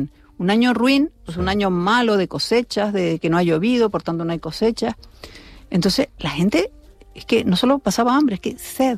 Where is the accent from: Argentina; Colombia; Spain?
Spain; El Hierro, Canary Islands; yo quiero vivir en mi tierra. Lo que pasa es que allí, es que ten en cuenta que en El Hierro no había ni agua.